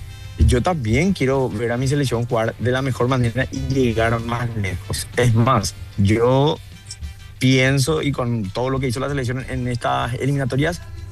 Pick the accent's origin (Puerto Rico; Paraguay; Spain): Paraguay; nosotros como paraguayos estamos acostumbrados luego a pasar de ronda en los mundiales.